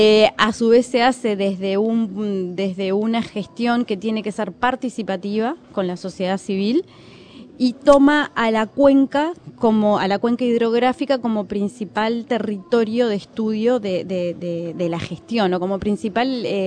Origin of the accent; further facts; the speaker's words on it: Uruguay; Los uruguayos tenemos